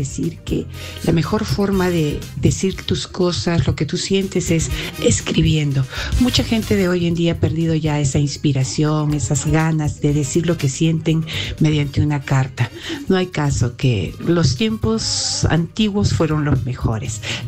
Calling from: Moquegua, Peru; Les saludo a … desde Moquegua.

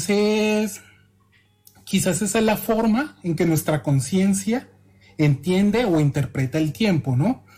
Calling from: Malaysia; Actualmente me comunico desde Malasia.

